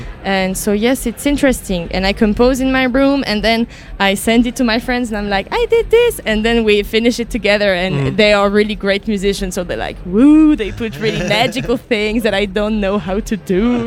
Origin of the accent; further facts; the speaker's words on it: Haute-Nendaz, Valais, Switzerland; now in Lausanne, Switzerland; But I'm from Valais, I'm from Haute-Nanda in the mountains.